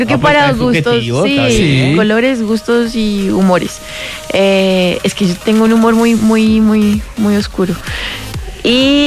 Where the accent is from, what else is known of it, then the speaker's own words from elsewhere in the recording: Cúcuta, Norte de Santander, Colombia; Yo soy de Cúcuta.